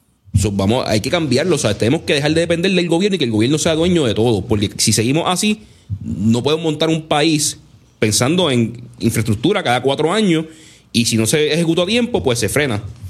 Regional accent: Puerto Rico

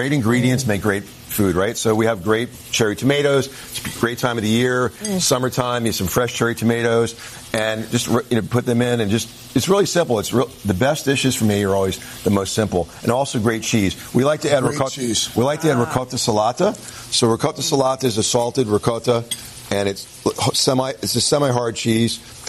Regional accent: The Bronx, New York, United States; I grew up in the Bronx, and this is just great to be in here today, and it was great working with her.

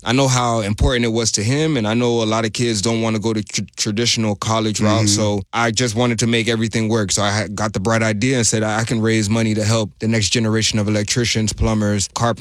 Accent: North Miami, Florida, United States; my hometown, North Miami

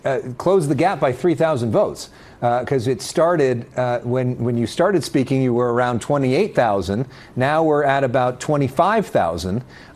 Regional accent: California, United States; I just want to say, Harry, as a Californian, it's amazing that people count overnight.

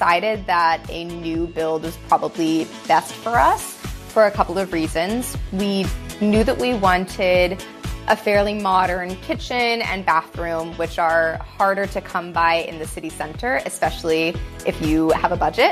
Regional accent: Texas, United States; moved away as an adult; now in Copenhagen, Denmark; especially in Texas, where I'm from.

